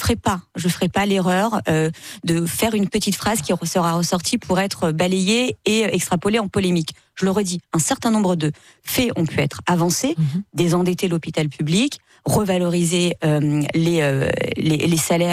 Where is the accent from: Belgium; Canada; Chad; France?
France; en tant que Français